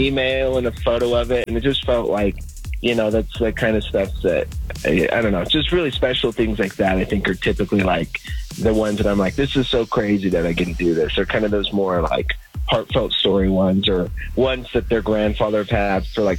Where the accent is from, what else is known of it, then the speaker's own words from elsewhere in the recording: Utah, United States; we're from Utah